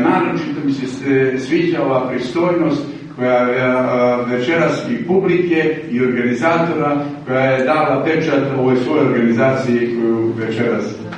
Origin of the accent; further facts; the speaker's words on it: Podgorica, Montenegro; also born or lived in Berane; ja sam bukvalno porastao u Podgorici, a rođen sam u Beranima